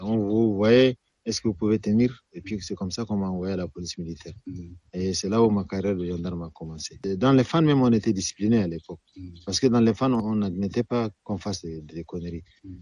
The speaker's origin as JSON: {"language": "French", "country": "Chad"}